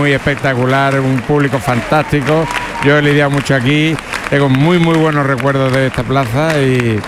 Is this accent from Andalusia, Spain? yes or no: yes; El Rocío, Andalusia, Spain; soy muy devoto de la Virgen del Rocío, vengo de allí y algo habrá puesto.